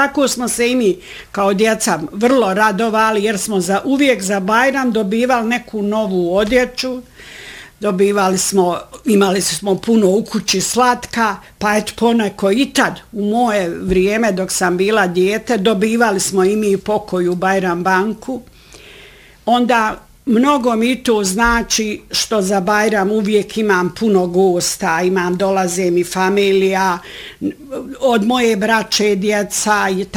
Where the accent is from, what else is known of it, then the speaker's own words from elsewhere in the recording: Vogošća, Federation of Bosnia and Herzegovina, Bosnia & Herzegovina; ja sam inače i rodom iz Vogošće, a u Vogošće ovdje sam se i udata.